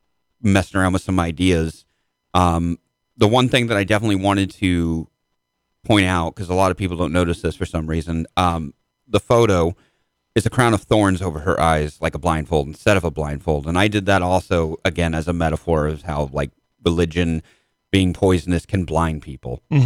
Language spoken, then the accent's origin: English; Midwest, United States; I grew up in the Midwest